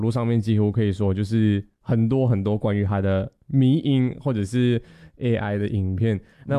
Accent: Malaysia; 其实我自己作为马来西亚人哦，我在马来西亚我最常看的比赛，我觉得还是羽球多过足球啦。

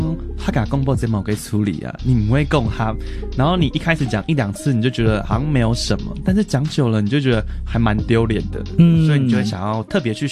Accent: New Taipei, Taiwan; 我是新北市总台的人，就是我从小就在新北市长大。

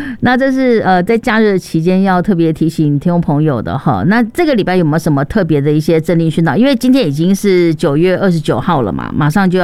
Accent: Taipei, Taiwan; 因为我自己从小就在台北

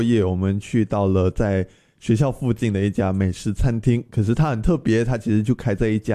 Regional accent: Malaysia; now in Taiwan; 所以就还蛮符合我们马来西亚人的胃口的。

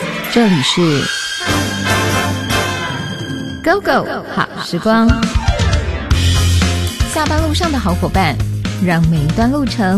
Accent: Taiwan; 我们台湾人日常生活当中独特的说话习惯

